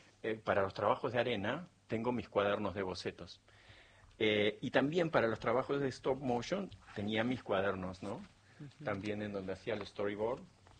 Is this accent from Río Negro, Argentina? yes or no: yes; Bariloche, Río Negro, Argentina; entonces pasé de la escuela alemana de Bariloche, yo nací en Bariloche, a la Escuela Rural del Manso.